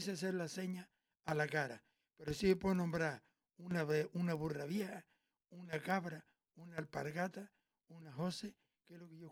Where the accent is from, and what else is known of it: Canary Islands, Spain